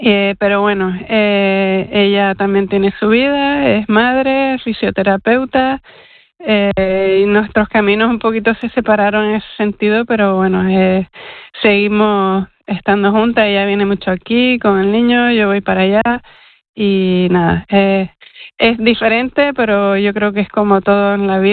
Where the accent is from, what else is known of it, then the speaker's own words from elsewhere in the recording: Canary Islands, Spain; siendo canarias, lo más sensato porque estamos rodeados de mar, hay olas, tenemos un buen clima todo el año y la verdad es que vivimos en el paraíso para eso.